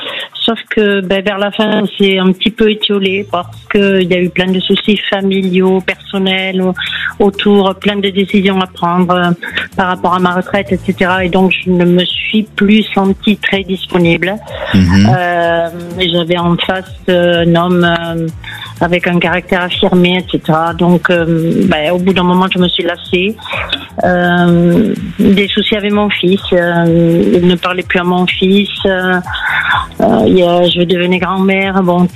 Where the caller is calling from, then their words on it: Nouvelle-Aquitaine, France; moi je suis en Gironde.